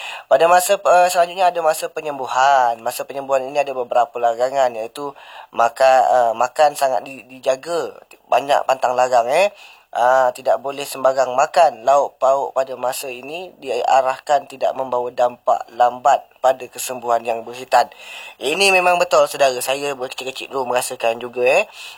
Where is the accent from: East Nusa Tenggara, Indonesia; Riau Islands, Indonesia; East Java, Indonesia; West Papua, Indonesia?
Riau Islands, Indonesia; Jadi kalau kita orang kita Kepri, orang kita Melayu